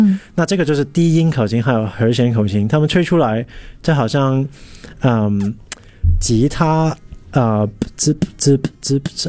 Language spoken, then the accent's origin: Chinese; Hong Kong; 我是来自香港，所以我有中文也有英文名。